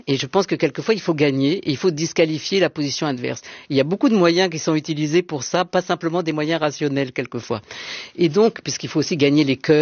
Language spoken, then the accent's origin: French; Marseille, Provence-Alpes-Côte d'Azur, France; moved away as an adult; now in Paris, France